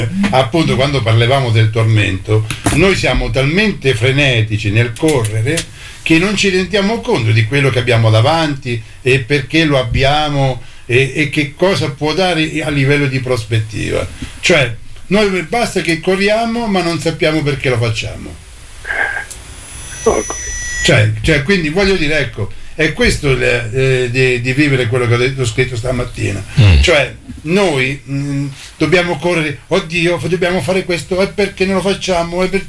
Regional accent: Fermo, Marche, Italy; Guarda, Dario, ti posso dire che io so che sono di Fermo.

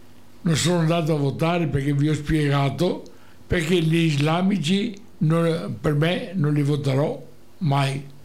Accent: Veneto, Italy; io che sono veneto

